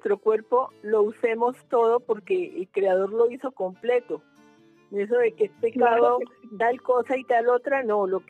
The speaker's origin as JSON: {"language": "Spanish", "country": "Colombia", "said": "somos Colombia y somos colombianos"}